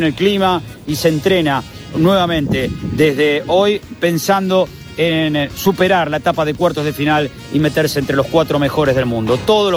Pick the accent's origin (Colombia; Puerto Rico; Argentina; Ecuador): Argentina; qué bien se levanta siendo uno argentino después de la hazaña que se disfrutó en esta Atlanta